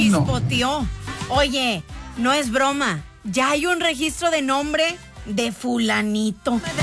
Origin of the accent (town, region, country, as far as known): Mexico